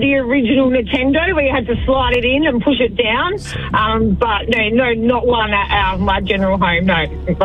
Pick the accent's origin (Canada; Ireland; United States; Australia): Australia; Adelaide, South Australia; now in Grovedale, Australia; Adelaide, South Australia.